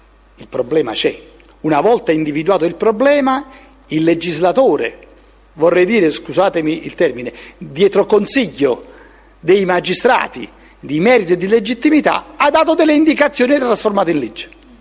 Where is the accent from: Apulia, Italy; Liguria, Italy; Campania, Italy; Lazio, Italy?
Campania, Italy; Naples; Io sono napoletano, ho lavorato quasi tutta la mia vita a Napoli